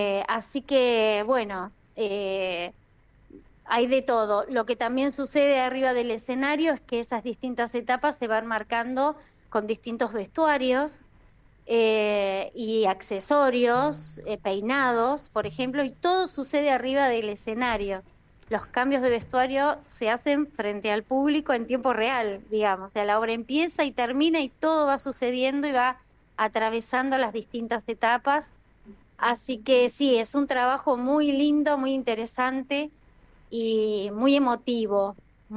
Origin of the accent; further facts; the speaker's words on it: Balcarce, Buenos Aires Province, Argentina; yo no vivo en Quilmes ni vivo en Capital, yo soy valcarceña, vivo